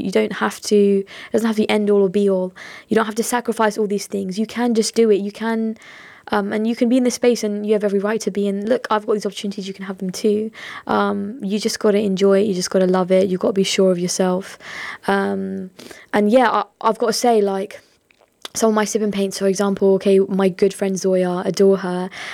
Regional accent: Luton, East of England, United Kingdom; My heritage, I'm a British Bangladeshi. I was born and raised Luton. I'm a second generation immigrant, so my parents migrated from Bangladesh to here.

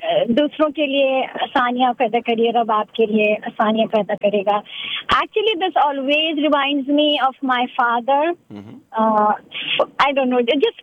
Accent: India; moved away; No, I'm from India originally.

